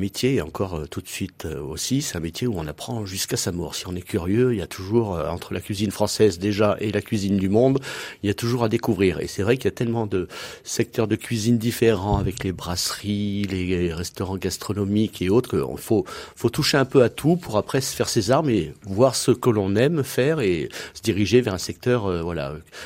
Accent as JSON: {"language": "French", "town": "Clermont-Ferrand", "region": "Auvergne-Rhône-Alpes", "country": "France", "also_born_or_lived": "Paris", "said": "4 années à Paris, oui, je pense que ça suffit quand on est auvergnat. Donc du coup, retour aux sources"}